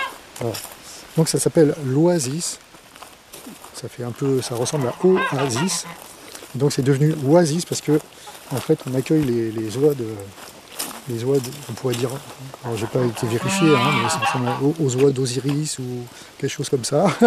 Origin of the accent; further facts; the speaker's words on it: Île-de-France, France; Écoute, je suis né en région parisienne. Enfin, je suis parisien de souche, mais le grand-père de mon grand-père était... La famille était à Fontenay-sous-Bois.